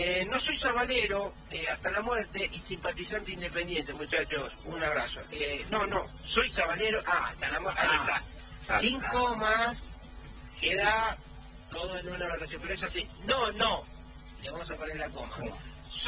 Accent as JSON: {"language": "Spanish", "town": "Juan Camino", "region": "Salta", "country": "Argentina", "said": "de Juan Camino, el Chaco Salteño."}